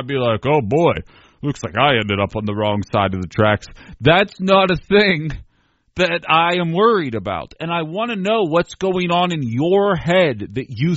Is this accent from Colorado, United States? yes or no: no; Pittsburgh, Pennsylvania, United States; born there; moved away